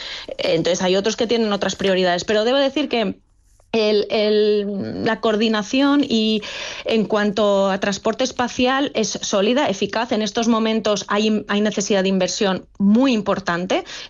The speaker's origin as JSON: {"language": "Spanish", "region": "Valencian Community", "country": "Spain", "said": "No sé, yo soy valenciana, ¿no?, y en el caso de la Dana, esos satélites sirvieron para hacer un seguimiento de inundaciones."}